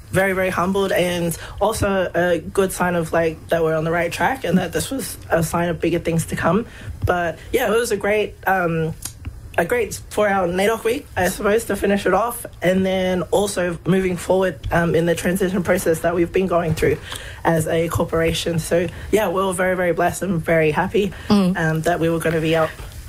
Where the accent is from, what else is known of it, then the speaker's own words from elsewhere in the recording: Brisbane, Queensland, Australia; I'm a Ngāwhihi Ngāti Mutunga woman from New Zealand, and I was born and raised here in Mianjin